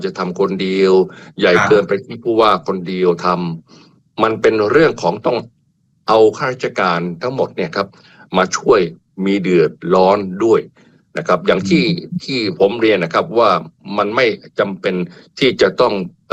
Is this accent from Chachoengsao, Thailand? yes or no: no; Bangkok, Thailand; ผมภูมิใจฮะในฐานะคนกรุงเทพนะผมว่าอันนี้เป็นเมืองระดับหนึ่งของโลก